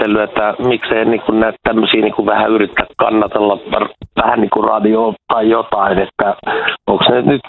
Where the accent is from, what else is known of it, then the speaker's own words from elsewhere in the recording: Lahti, Päijänne Tavastia, Finland; moved away as an adult; now in Korja, Kouvola, Finland; En, mä oon Lahdesta kotosi, että 2003 muutin tänne Kouvolaan ja kiersin koko Kouvolaan ympäri ja sitten asetuttiin perheen kanssa tähän Korjalle 2016.